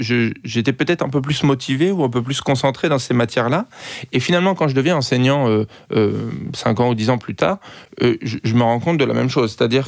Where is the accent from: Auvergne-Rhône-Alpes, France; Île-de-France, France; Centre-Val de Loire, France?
Île-de-France, France; born there; Et moi, je suis né dans les Hauts-de-Seine, dans une grande maison. Ma mère était journaliste, mon père éditeur.